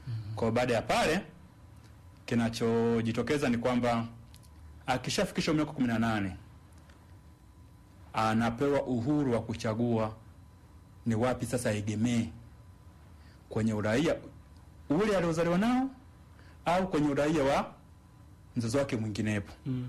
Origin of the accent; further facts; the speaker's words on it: Tanzania; nimezaliwa hapa, nimekuwa hapa, basi ninaomba serikali nitambue kama mimi ni Mtanzania.